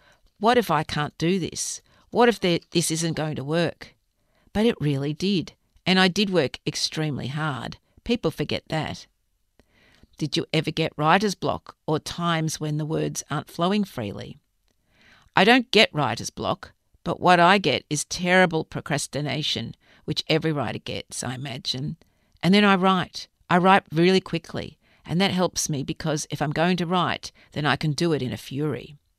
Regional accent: St Kilda, Victoria, Australia; I grew up in St Kilda in a tiny little weatherboard house. I was an adult when my parents moved out of St Kilda, and it changed massively over those years.

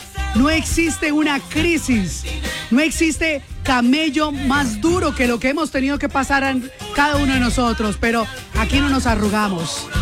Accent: Colombia; Así somos los colombianos.

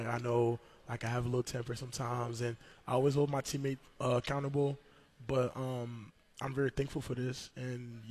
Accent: Normandy, France; now in New Mexico, United States; So, I was originally born and raised in France. I say Paris, which is not true. I was born in Normandy. For those who know a lot of history lessons, I was born by Normandy Beach.

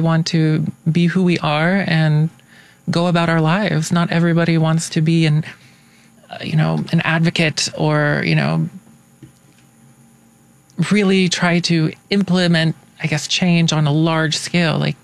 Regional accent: Tennessee, United States; And, like I said, I'm originally from Tennessee.

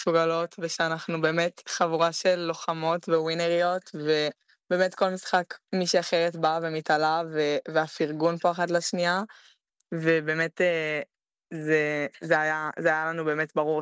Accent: Kfar Saba, Central District, Israel; אני בת 18, וגדלתי בכפר סבא

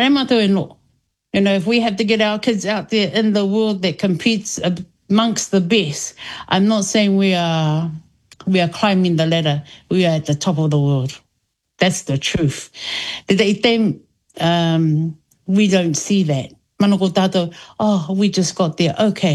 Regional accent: Wellington, New Zealand; I grew up in New Zealand in Wellington.

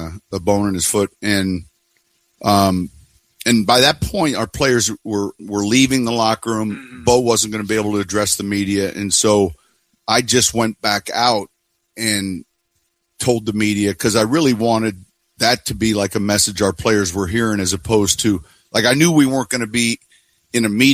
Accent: Chicago, Illinois, United States; I grew up in Chicago

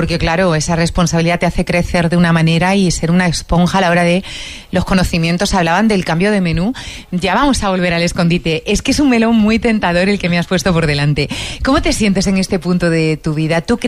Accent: Huelva, Andalusia, Spain; en Huelva, que es nuestra tierra por la que apostamos?

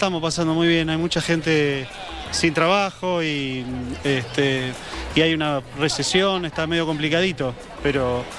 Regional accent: Argentina

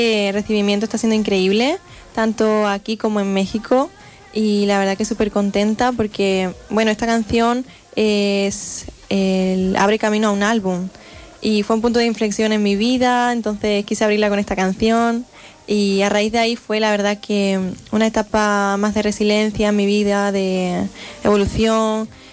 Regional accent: Palma del Río, Andalusia, Spain; Sí, somos de Palma del Río, de Córdoba.

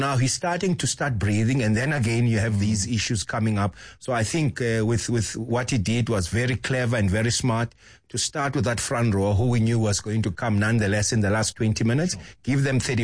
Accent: South Africa

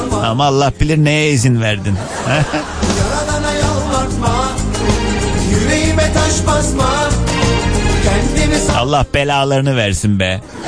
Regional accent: Kars, Turkey; Kars'ın neyi var canım memleketim?

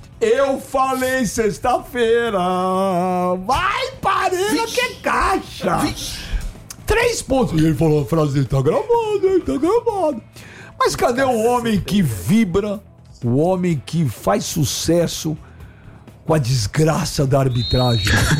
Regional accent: São Paulo, Brazil; born there; Eu sou brasileiro, nasci no Brasil

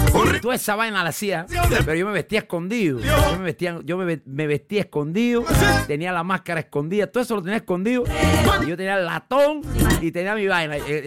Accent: Monagrillo, Herrera, Panama; Yo cuando era niño allá en Monagrillo

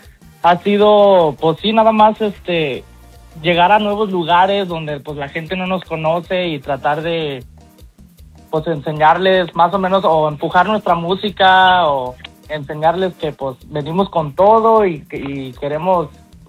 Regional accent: Columbus, Ohio, United States; Sí, especialmente de donde somos de Columbus, Ohio.

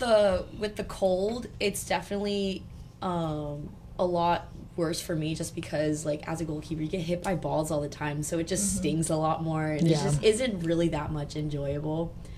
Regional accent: Long Beach, California, United States; For me, so, like I said, I grew up in Long Beach. Mauricio coaches at Beach FC. So I was a beach kid growing up.

